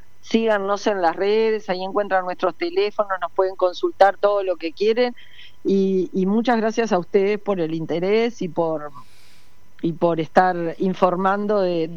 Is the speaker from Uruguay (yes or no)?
yes; Florida, Uruguay